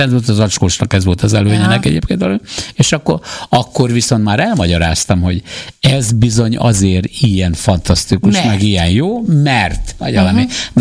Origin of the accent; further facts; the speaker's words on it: Paks, Tolna, Hungary; born there; amikor fiatal voltam, akkor Pakson a birkacsárda előtt